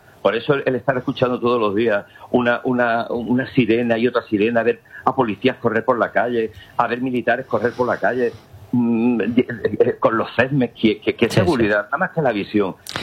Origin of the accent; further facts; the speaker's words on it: Ceuta, Spain; yo tengo 50 años, yo nací en Ceuta, estudié fuera, como todos los chavales que queremos tener una carrera universitaria, una formación fuera de mi ciudad, pero yo decidí volver.